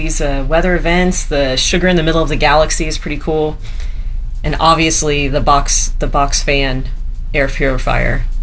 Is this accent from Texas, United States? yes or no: yes; Texas, United States; accent: Texan; and I'll say this with my Texan accent.